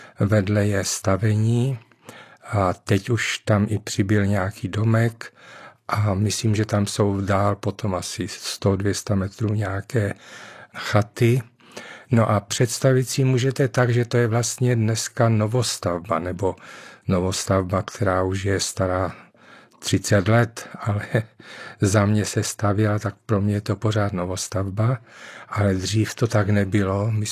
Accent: Opava, Moravian-Silesian Region, Czechia; moved away as an adult; also born or lived in Prague; now in Olomouc, Czech Republic; No, já jsem z Olomouce, ale není to moje rodiště. Původem jsem z Opavy, pak jsem byl 5 let v Praze, no a nakonec se přiženil do Olomouce, kde bydlím už několik dekád.

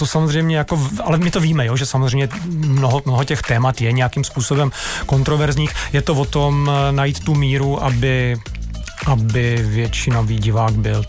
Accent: Moravia, Czechia; now in Prague, Czechia; Já třeba, že pocházím z Moravy, když tam prostě přijedu do těch vesniček trochu konzervativnějších

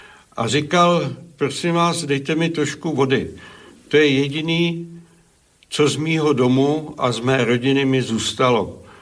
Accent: Lovosice, Ústí nad Labem Region, Czechia; born there; first language German; No a my jsme se narodili v Sudetech tím pádem. tedy v těch Lovosicích, a stalo se tedy, že naše mateřština byla němčina

